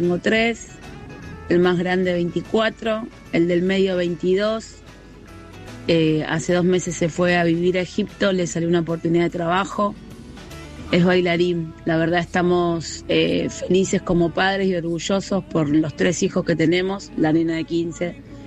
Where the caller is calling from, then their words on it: Buenos Aires, Argentina; soy de La Boca